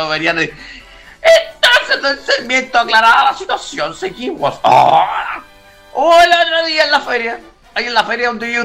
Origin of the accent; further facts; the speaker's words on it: Valentín Alsina, Buenos Aires Province, Argentina; Somos originarios de Valentín Alcino, barrio Fresno del sur del Gran Buenos Aires.